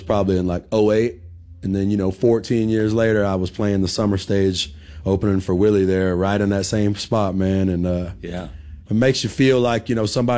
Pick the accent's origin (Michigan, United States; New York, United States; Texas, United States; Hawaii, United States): Texas, United States; born there; I was born in Texas, but, you know, I say I came to life on the street in Paris, France, man.